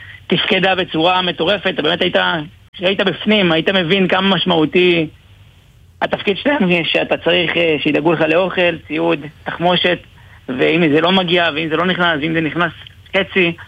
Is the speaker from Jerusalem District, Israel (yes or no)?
no; Lod, Central District, Israel; גדלתי בלוד.